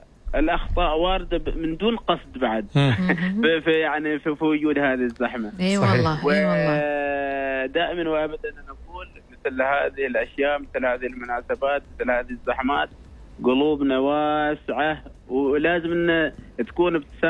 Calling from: Al-Musanaah, Al Batinah South, Oman; ولايتي ولاية المصنعة منطقتي منطقة رشيد

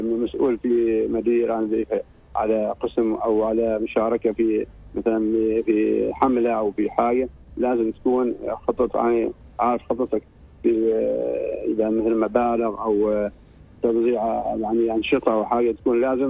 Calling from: Oman; وعماننا نظيفة دائما

